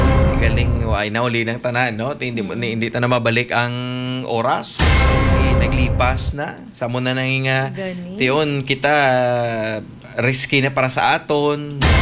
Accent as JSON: {"language": "Tagalog", "town": "Bacolod", "region": "Western Visayas", "country": "Philippines", "said": "Ako ay taga Bacolod, dito ko eskwela"}